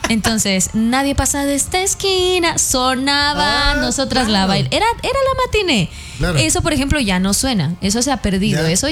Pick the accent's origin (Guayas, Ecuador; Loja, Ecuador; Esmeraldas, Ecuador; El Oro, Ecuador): El Oro, Ecuador; Machala; now in Cuenca, Ecuador; yo soy de Machala, no viví la tradición de la olla encantada.